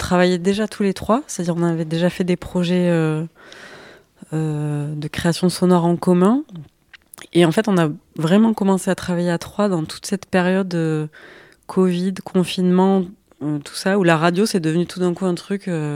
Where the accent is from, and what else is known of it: Occitanie, France; moved away